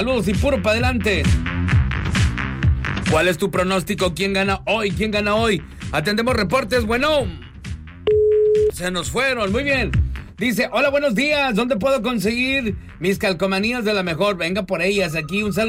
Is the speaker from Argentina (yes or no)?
no; Mexico; pues soy mexicano